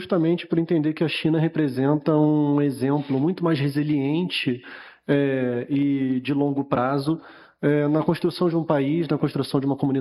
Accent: Rio de Janeiro, Brazil; now in São Paulo, Brazil; eu sou, estou morando aqui em São Paulo agora, mas eu sou do Rio, Rio de Janeiro

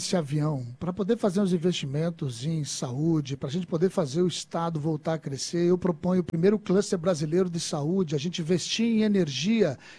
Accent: Brazil; Eu fui o prefeito mais bem avaliado, sou do Brasil.

